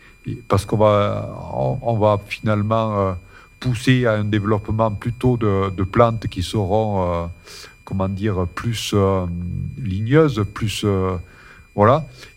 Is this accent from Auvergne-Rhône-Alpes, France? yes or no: yes; Usclades-et-Rieutord, Auvergne-Rhône-Alpes, France; je suis né ici, je suis né à Usklad. Et donc, du coup, depuis longtemps, depuis des siècles, on est sur ce territoire.